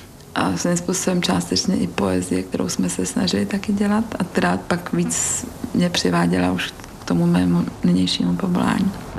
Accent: Žirovnice, Vysočina Region, Czechia; Já jsem ze Žirovnice, což je na rozhraní vlastně jižních Čech a Českomoravské Vysočiny. Ale já se pokládám po rodičích za jihočecha.

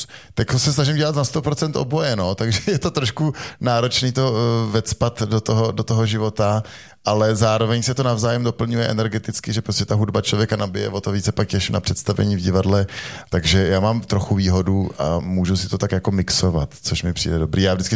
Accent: Prague, Czechia; protože přece jenom jsem rodilý Pražák

